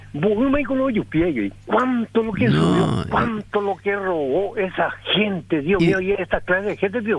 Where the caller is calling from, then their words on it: Paraguay; a mí como paraguayo